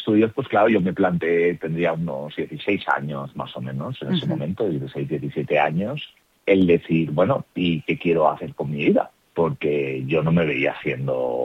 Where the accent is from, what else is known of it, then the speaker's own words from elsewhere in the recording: Picassent, Valencian Community, Spain; La comunión, la parroquia de mi pueblo, que es Picassent, y pues bueno, empecé a participar en el grupo juvenil